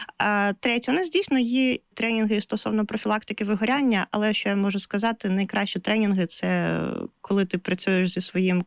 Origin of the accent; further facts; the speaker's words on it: Kherson, Kherson Oblast, Ukraine; Я сама з Херсону